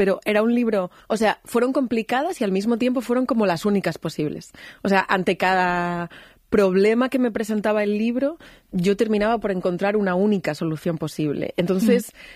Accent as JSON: {"language": "Spanish", "town": "Madrid", "region": "Community of Madrid", "country": "Spain"}